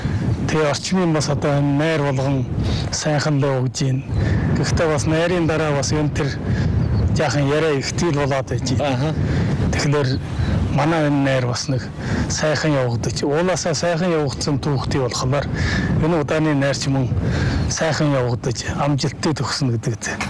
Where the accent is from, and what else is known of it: Hulunbuir, Inner Mongolia, China